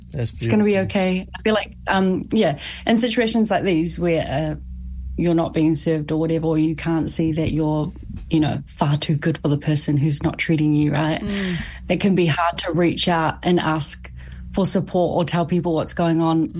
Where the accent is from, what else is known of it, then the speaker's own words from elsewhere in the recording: Wellington, New Zealand; I am from Te Whanganui Atara.